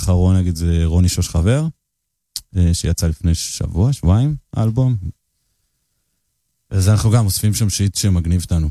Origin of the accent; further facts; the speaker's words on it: Jerusalem, Jerusalem District, Israel; moved away as an adult; now in Haifa, Israel; ירושלמי במקור, חיפאי כבר, אני חושב קצת מעל עשור